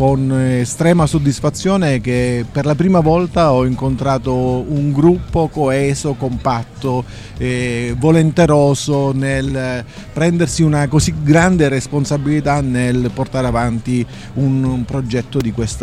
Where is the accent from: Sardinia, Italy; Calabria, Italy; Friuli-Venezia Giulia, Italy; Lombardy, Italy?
Calabria, Italy; Belvedere Marittimo; Io sono di Belvedere Marittimo.